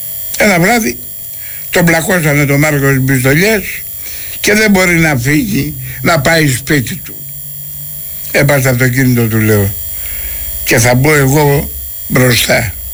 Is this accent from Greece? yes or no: yes; Piraeus, Attica, Greece; Εγώ βέβαια ήμουν από τον Περέα. Δεν είχα καμιά θέση, αλλά τον Μπουχό τον γνώρισα στη φυλακή.